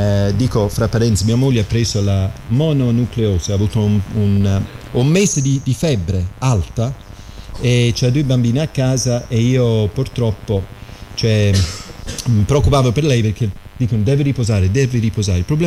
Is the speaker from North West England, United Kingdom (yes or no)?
no; Scotland, United Kingdom; Italian is a second language; moved away as an adult; now in Italy; io sono scozzese